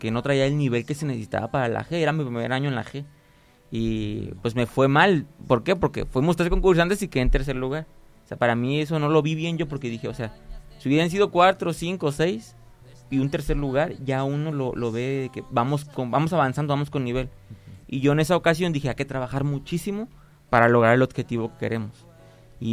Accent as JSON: {"language": "Spanish", "region": "Nayarit", "country": "Mexico", "said": "Pero aquí hay una limitante para los que somos de Nayarit"}